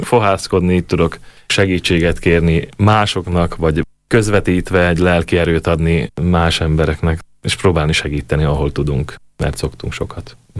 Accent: Kolárovo, Nitra Region, Slovakia; Mi alapítottunk Gútán, Szülővárosomban egy rockszínházat, a Kisdunamenti rockszínházat

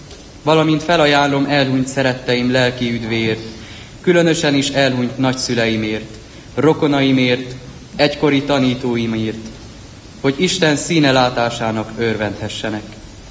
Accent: Lövéte, Harghita, Romania; mutatom be szülőfalum negyedévezredes templomában első ünnepélyes szentmisémet, melyet felajánlok elsősorban a lövétei egyházközség híveiért.

